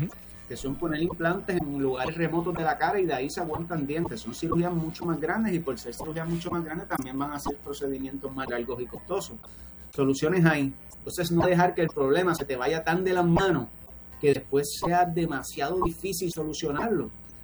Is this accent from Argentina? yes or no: no; Puerto Rico; nos gusta como puertorriqueños